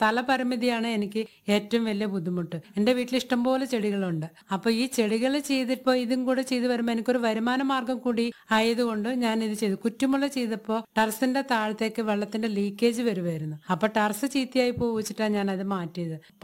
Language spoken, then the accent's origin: Malayalam; Andhra Pradesh, India; first language Tamil; Malayalam is a second language; moved away as an adult; now in Eloor, India; അല്ല, ജനനം കൊണ്ട് മലയാളിയല്ല. ഞാൻ ജനിച്ചു വളർന്നതൊക്കെ ആന്ധ്രയിലാണ്. പിന്നെ കല്യാണം കഴിച്ചിട്ട് വന്നത് കേരളത്തിലേക്കാണ്. ശരിക്കും എന്റെ മദർ ടാങ്ക് തമിഴാണ്.